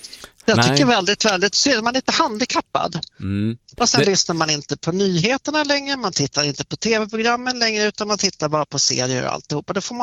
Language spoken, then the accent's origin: Swedish; Italy; Jag är från Italien så att jag tutar en hel del.